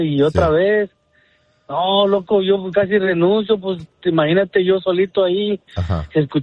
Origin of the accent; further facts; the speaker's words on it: Cuautla, Morelos, Mexico; now in Granada Hills, United States; De un lugar que se llama Cuautla, Morelos, no se lo conozcan.